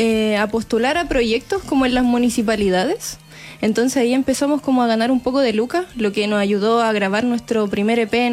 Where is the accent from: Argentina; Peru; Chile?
Chile; Chimbarongo, O'Higgins; todos somos de Chimbarongo.